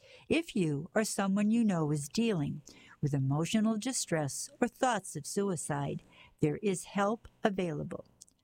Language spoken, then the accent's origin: English; Brockton, Massachusetts, United States